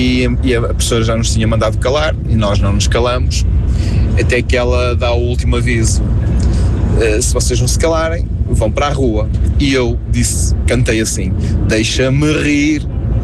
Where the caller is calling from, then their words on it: Vila do Conde, Norte, Portugal; sou de Vila do Conde